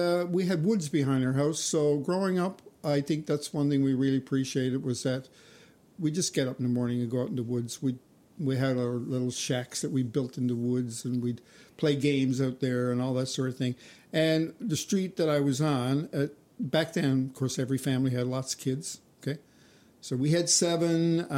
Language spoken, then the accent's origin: English; Mount Pearl, Newfoundland and Labrador, Canada; I have to say that my memories of growing up in Mount Pearl were pretty good.